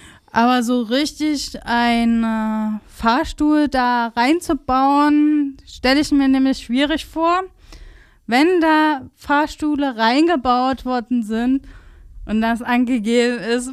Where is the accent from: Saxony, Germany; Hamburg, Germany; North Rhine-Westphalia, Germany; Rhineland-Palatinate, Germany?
Saxony, Germany; Leipzig; Ja, ich bin in Grünau aufgewachsen